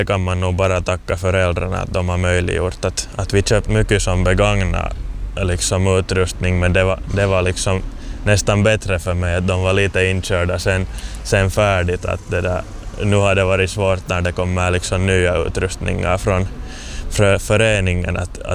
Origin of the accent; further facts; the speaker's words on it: Loviisa, Uusimaa, Finland; här har jag vuxit upp och här är nog bra minnen som liten